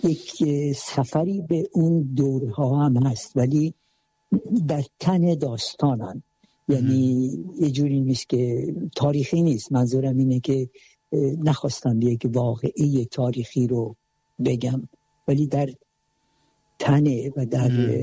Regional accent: Iran; من خب خودم جنوبی هستم و همچنان دوست داشتم که از جنوب و از شهرم، زادگاهم، منطقم حرف بزنم

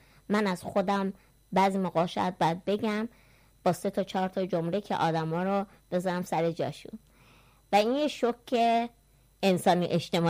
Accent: Iran; born or raised there

